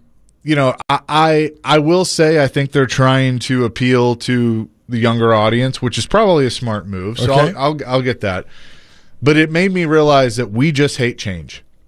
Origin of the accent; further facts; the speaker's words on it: Bellevue, Tennessee, United States; I'm from Bellevue